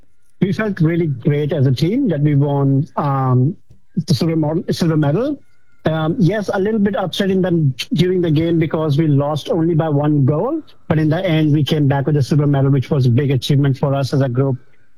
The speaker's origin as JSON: {"language": "English", "town": "New Delhi", "region": "Delhi", "country": "India", "tie": "born or raised there", "also_born_or_lived": "New York, United States", "moved": "as an adult", "lives_now": "Melbourne, Australia", "said": "I represented my state back in India, which was Delhi. I was from New Delhi."}